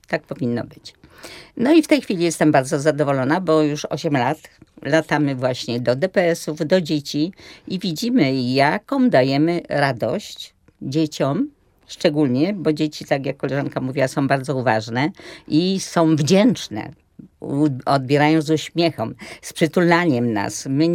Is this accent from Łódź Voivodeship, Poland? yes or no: yes; Łódź, Łódź Voivodeship, Poland; ja z Łodzi, one z Łodzi